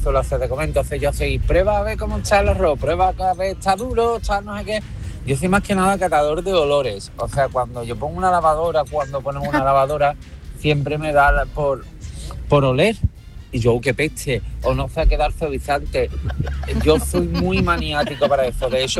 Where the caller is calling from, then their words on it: Sanlúcar de Barrameda, Andalusia, Spain; de Sanlúcar de Barrameda